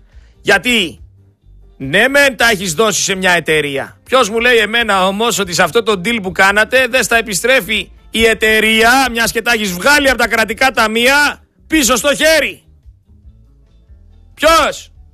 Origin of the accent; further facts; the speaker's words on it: Greece; σαν Έλληνες πολίτες, σαν Έλληνες φορολογούμενοι